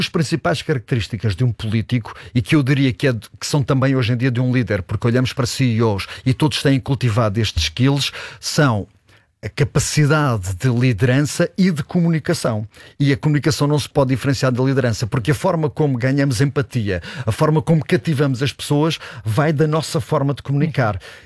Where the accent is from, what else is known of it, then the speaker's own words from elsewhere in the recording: Alentejo, Portugal; moved away as an adult; now in Lisbon, Portugal; vivi fora de Lisboa há muitos anos, sou alentejano e portanto vim para Lisboa já bastante tarde